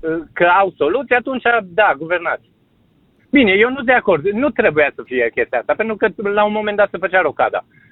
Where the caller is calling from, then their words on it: Bistrița, Bistrița-Năsăud, Romania; din Bistrița sunt.